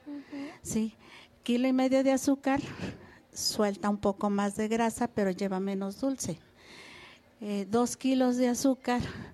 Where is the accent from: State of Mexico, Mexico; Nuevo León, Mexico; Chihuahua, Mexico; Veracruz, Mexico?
Veracruz, Mexico; Porque si digo que Veracruz es mi orgullo, pues porque soy de Veracruz.